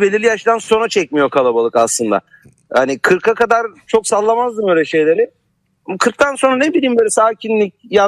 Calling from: Izmir, İzmir, Turkey; İzmir'den abi, İzmir'den.

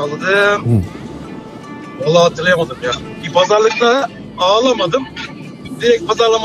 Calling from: Ankara, Turkey; Ben Ankara'dan şu an Hatay'a yolculuk yapıyorum. Ankara'da yaşıyorum.

